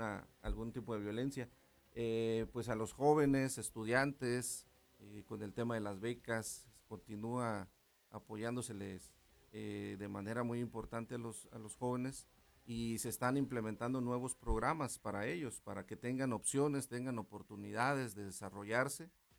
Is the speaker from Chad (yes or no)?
no; Mexico; para nosotros como mexicanos